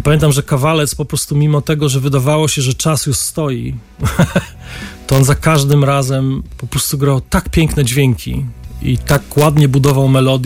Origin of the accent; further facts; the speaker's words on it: Silesian Voivodeship, Poland; jestem ze Śląska